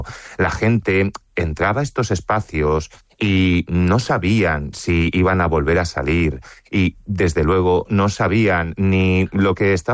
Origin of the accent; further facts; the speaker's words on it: Alicante, Valencian Community, Spain; porque al final del día un aspecto que muchas veces olvidamos como alicantinos es que la Guerra Civil acabó aquí en Alicante. Fuimos el último reducto en ser tomado.